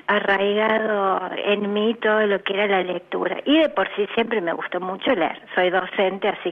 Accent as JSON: {"language": "Spanish", "region": "Buenos Aires", "country": "Argentina", "tie": "born or raised there", "also_born_or_lived": "Monte Grande", "moved": "yes", "lives_now": "Villa María, Argentina", "said": "Vos sabés que soy oriunda de Buenos Aires. Con mis padres vinimos a Villa María por un negocio por 2 años y hace 50 que vivo en Villa María."}